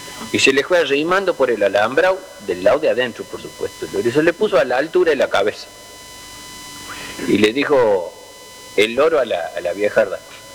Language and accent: Spanish; Chaco, Argentina; Antonito es correntino, yo soy chaqueño, pero trato el tema del correntino que cruza al Chaco buscando trabajo